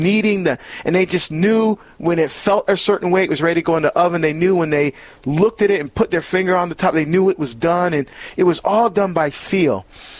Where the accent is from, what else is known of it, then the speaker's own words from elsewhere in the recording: Barbados; it's sweet bread that my mom, we're from Barbados. My mom used to make that.